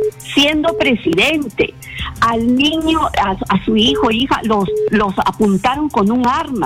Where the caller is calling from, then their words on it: Lima, Peru; Surco, de Lima, Surco.